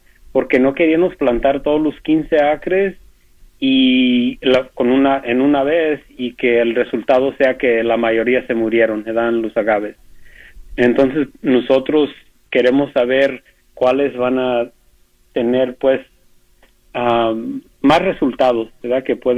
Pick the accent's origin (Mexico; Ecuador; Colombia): Mexico; como yo como mexicano, me da mucho orgullo